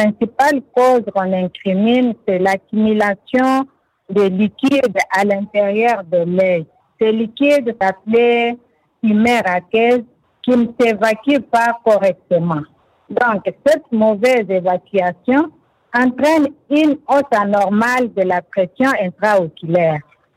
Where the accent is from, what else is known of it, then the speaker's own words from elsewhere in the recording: DR Congo; ici, chez nous, en RDC